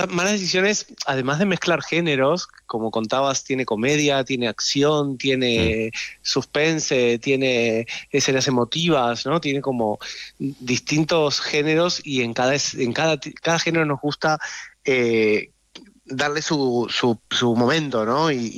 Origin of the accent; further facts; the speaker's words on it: Argentina; accent: Argentine; Todas las pequeñas partes de la serie las he tenido que hacer con mi acento argentino, pobrecitos, y se tienen que concentrar.